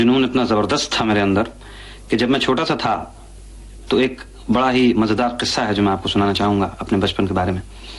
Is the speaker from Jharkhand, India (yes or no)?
no; Ludhiana, Punjab, India; मैं लुधियाने का रहने वाला हूं, खुली छतें होती हैं वहां पे, तो छत के ऊपर हम सोते थे।